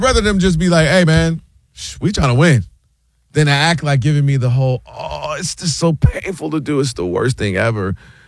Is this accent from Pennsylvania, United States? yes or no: no; Ann Arbor, Michigan, United States; I'm born and raised in Ann Arbor.